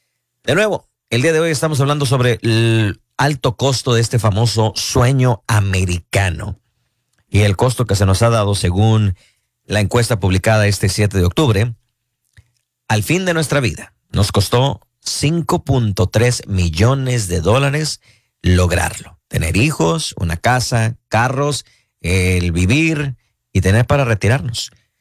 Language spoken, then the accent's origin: Spanish; Mexico; now in United States; a lo mejor las cosas se ponen feas y somos mexicanos, pues mejor nos regresamos